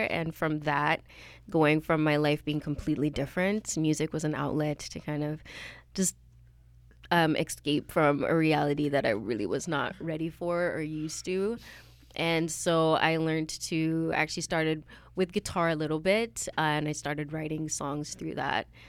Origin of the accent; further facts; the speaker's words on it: Uganda; now in Canada; I'm originally from Uganda